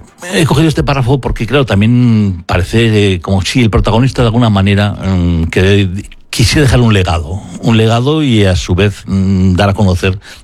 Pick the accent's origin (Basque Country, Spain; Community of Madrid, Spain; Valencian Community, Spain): Basque Country, Spain; como vasco, aquí hay que meter el condicional en todo, aunque no somos así.